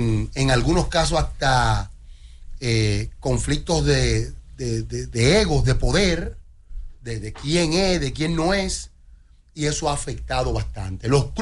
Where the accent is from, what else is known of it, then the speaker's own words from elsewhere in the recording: Santo Domingo, Distrito Nacional, Dominican Republic; yo soy de Villa Francisca, mi primer torneo superior yo lo jugué en Los Prados.